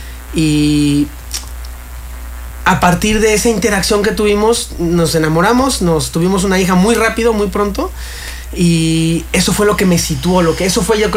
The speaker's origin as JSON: {"language": "Spanish", "town": "Cancún", "region": "Quintana Roo", "country": "Mexico", "tie": "born or raised there", "also_born_or_lived": "Xalapa / Mexico City", "said": "Después ya me voy a Jalapa a estudiar, pero yo crecí aquí en Cancún, me voy a Jalapa, okay. Luego Ciudad de México"}